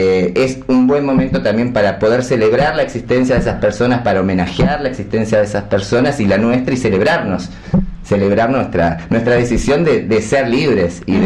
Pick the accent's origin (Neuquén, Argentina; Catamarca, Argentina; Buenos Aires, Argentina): Neuquén, Argentina; yo soy de acá desde siempre, nos conocemos desde años.